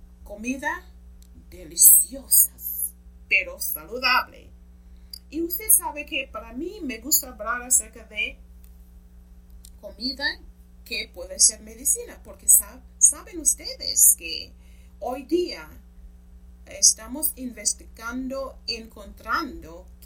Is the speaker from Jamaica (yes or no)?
yes; Jamaica; first language English; Spanish is a second language; now in McAllen, United States; yo soy de Jamaica, en Jamaica hablamos inglés, no español, así que estoy aquí sudando para hablar español